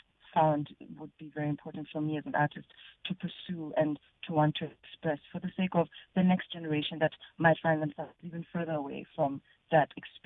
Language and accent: English; Free State, South Africa; also born or lived in Lesotho; I grew up, for the most part, though, in the Free State. So I also find it difficult to not refer to myself as a Free State girl as well, you know.